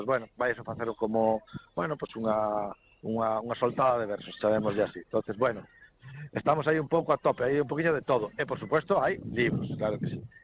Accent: Bañobre, Galicia, Spain; Non concello, sino mini concello, se o digo polo meu pueblo, non, Bañobre, que decir, non somos nin concello, temos unha verbena, non?

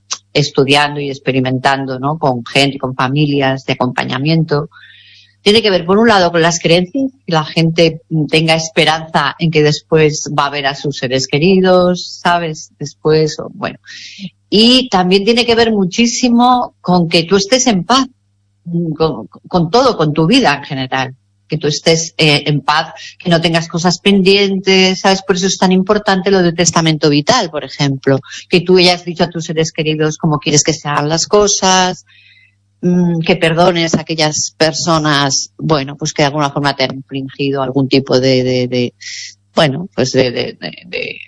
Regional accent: Community of Madrid, Spain; now in Galicia, Spain; Y mira que aquí en Galicia especialmente, yo soy madrileña, pero llevo aquí 16 años

